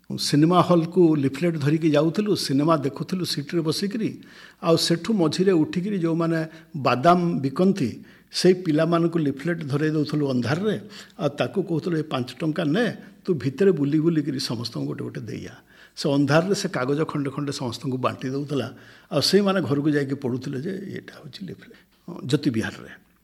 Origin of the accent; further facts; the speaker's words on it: Odisha, India; ଆଉ ଏସ୍ପିଙ୍କୁ କହିଲି ମୁଁ ଜଣେ ସାମ୍ବାଦିକ, ଆଉ ମୋ ଘର ହେଉଛି କଳାହାଣ୍ଡି